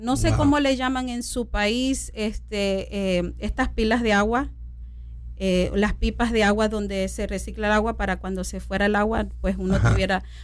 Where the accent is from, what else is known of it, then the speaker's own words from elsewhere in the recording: Zulia, Venezuela; Soy venezolana, vengo de Venezuela, de una familia pobre. En el estado del Zulia, en Venezuela. Y nosotros nacimos en una familia bastante pobre, pero muy disfuncional.